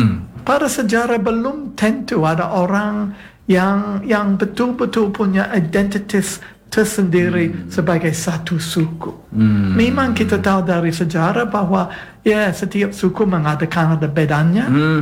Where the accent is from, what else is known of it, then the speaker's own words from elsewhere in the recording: Australia; Saya memang orang Australia. Saya keturunan orang Inggris, tapi DNA saya termasuk orang Afrika hitam. Nenek moyang saya termasuk orang Afrika hitam